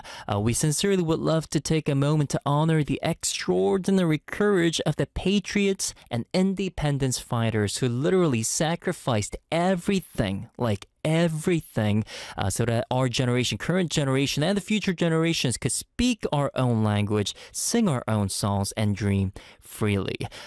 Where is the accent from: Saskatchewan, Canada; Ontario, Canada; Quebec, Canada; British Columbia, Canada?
Quebec, Canada; Montreal; growing up in Montreal, Canada, we had a very small Korean population.